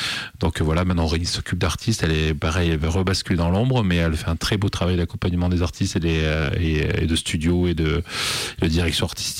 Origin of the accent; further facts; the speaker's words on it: Toulon, Provence-Alpes-Côte d'Azur, France; accent: accent chantant; now in Lyon, France; moi je suis un petit gars du Sud, parce que je suis né à Toulon et j'ai grandi dans cette ville, la ville de Rému, la ville où l'on parle fort, où on a l'accent chantant, mais je suis très heureux d'être à Lyon